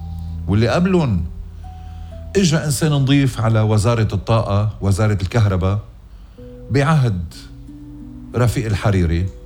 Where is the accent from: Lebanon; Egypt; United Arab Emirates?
Lebanon; بوطني ووطنكم لبنان؟